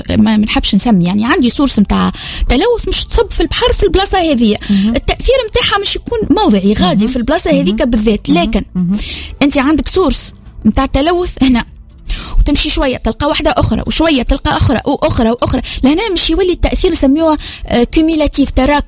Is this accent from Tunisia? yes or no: yes; Tunisia; واحنا في تونس